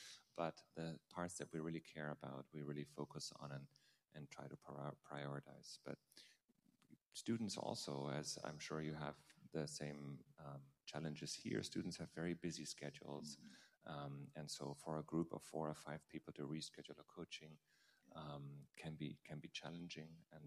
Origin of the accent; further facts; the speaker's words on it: Germany; moved away as an adult; now in United States; I grew up in Germany and was educated there, and then studied in the States